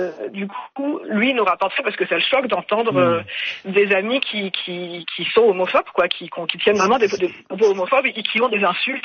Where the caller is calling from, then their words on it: Normandy, France; j'appelle de la Manche, entre Granville et Coutances.